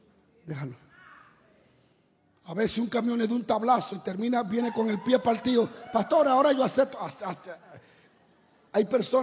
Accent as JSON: {"language": "Spanish", "country": "Dominican Republic", "said": "Yo llegaba a El Salvador y me quitaba el reloj. Yo soy dominicano."}